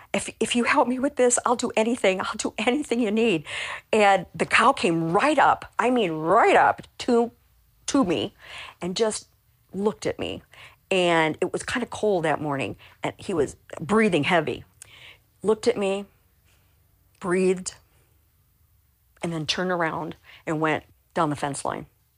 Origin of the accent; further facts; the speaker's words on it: Iowa, United States; moved away; I'm from Iowa originally. I grew up on a farm. I was the oldest of four children.